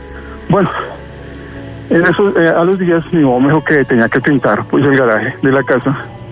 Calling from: Funza, Cundinamarca, Colombia; Vivo en Funza, Cundinamarca.

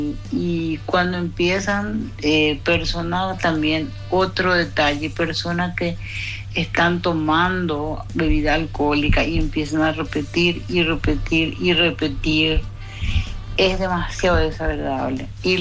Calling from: Luque, Central, Paraguay; soy desde Luque.

